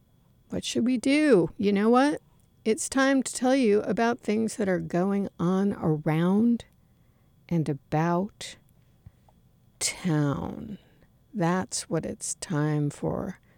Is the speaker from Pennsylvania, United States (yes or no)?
no; New York, United States; now in Ann Arbor, United States; I'm from New York.